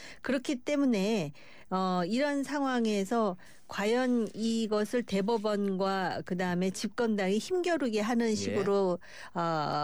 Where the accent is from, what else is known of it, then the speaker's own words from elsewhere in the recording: South Korea; 저도 한국인인데